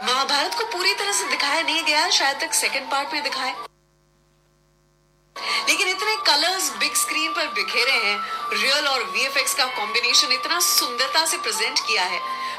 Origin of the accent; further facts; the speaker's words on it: Ahmedabad, Gujarat, India; और जैसे कि आप जानते हैं मैं गुजरात से हूँ, अहमदाबाद से, और यहाँ उठते ही हर इंसान सबसे पहले गुड मॉर्निंग नहीं जय श्री कृष्ण कहता है एक दूसरे को.